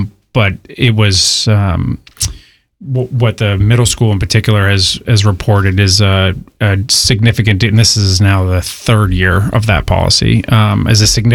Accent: Massachusetts, United States; And, you know, I grew up here on the Cape.

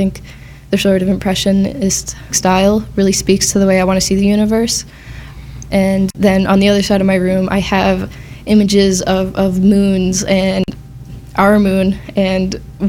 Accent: Newport, Rhode Island, United States; I'm 17 and I'm from Newport, Rhode Island.

